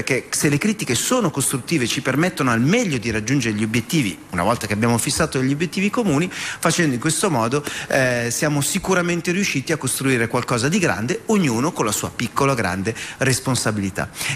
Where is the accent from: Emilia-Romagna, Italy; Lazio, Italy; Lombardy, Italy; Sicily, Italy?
Lombardy, Italy; Milan